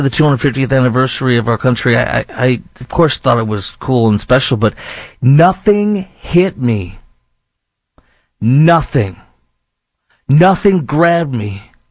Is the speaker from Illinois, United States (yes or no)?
yes; Chicago, Illinois, United States; now in Dallas, United States; where I'm sitting in Dallas, Fort Worth. I'm born and raised in Chicago